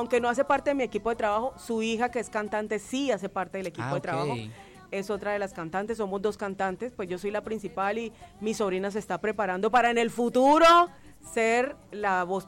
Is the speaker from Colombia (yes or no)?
yes; Barrancabermeja, Santander, Colombia; born there; moved away; also born or lived in Cartagena; yo estoy en Barranca Bermeja, en donde nací. Yo estuve muchos años radicada en Cartagena.